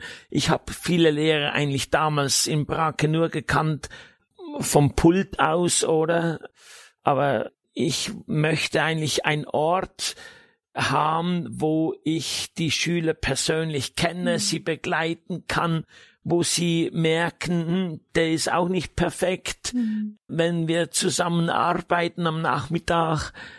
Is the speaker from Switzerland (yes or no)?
yes; Appenzell Ausserrhoden, Switzerland; born or raised there; moved away